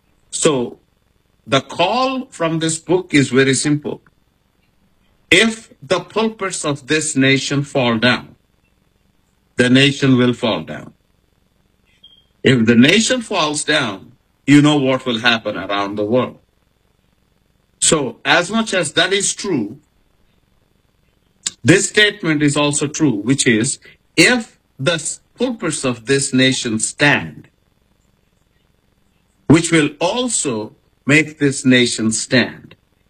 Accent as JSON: {"language": "English", "country": "India", "said": "even though I'm coming from India."}